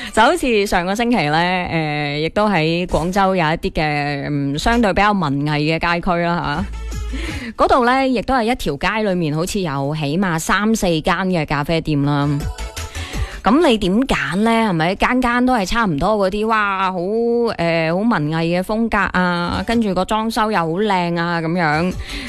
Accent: Guangdong, China; 我哋广东人口大省啦，消费大省啦，外贸大省啦

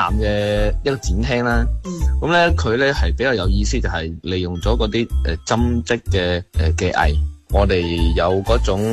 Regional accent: Foshan, Guangdong, China

